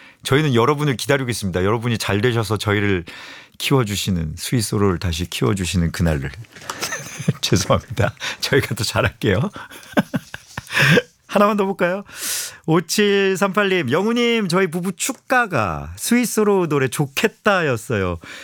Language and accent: Korean; Busan, South Korea; 저도 부산 사람인데.